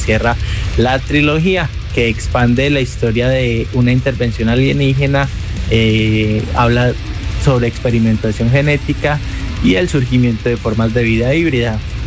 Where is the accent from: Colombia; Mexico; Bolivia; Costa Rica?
Colombia; Risaralda; nuestra cultura risaraldense, nuestra cultura cafetera